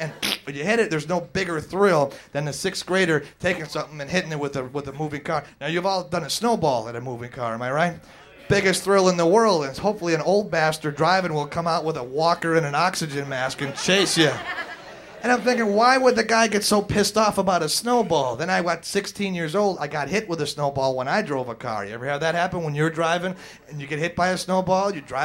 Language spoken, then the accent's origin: English; Wisconsin, United States; born or raised there